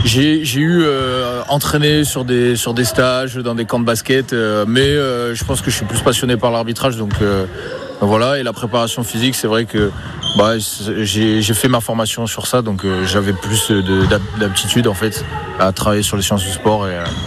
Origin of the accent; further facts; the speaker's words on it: Pau, Nouvelle-Aquitaine, France; Moi, je viens de Pau, de la banlieue de Pau, à Lutbern